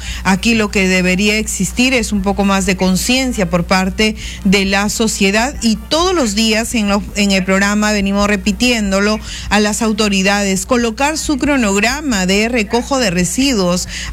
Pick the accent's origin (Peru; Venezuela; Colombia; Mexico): Peru; Piura; nuestra tierra, en la región Piura